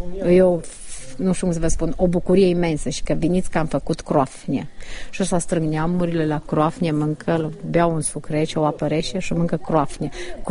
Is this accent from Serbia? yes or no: yes; Coștei, Vojvodina, Serbia; Toată casa suntem români. În tot Coșteiul avem două căși unde se vorbesc cu doi gineri sârbește. În restul, în toată casa vorbim românește.